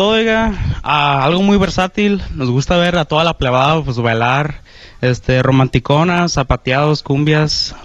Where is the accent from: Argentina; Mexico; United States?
Mexico; Guadalajara, Jalisco; soy vocalista de la banda. Somos de Guadalajara, Jalisco.